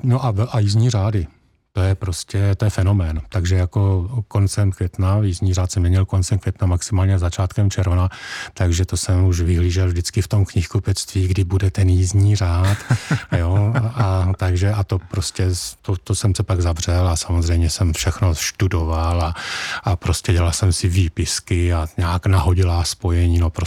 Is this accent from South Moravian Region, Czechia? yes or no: yes; Rosice, South Moravian Region, Czechia; Já jsem se narodil v Rosicích u Brna, dnes tam opět žijí.